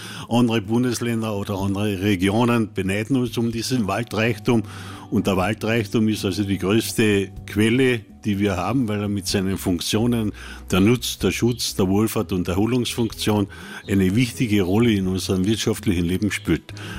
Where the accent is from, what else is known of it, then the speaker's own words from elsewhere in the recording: Gnesau, Carinthia, Austria; Petroleumlicht am Bauernhof und einem Fußweg mit 3 bis 4 Kilometer zur Schule, bin ich natürlich mit meiner Heimatgemeinde aufs Engste verbunden. Gnesau ist ein waldreiches Land